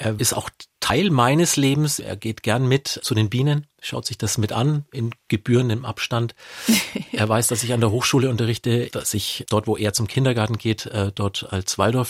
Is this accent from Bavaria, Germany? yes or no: yes; Nuremberg, Bavaria, Germany; ich bin in Nürnberg im Knoblauchsland aufgewachsen.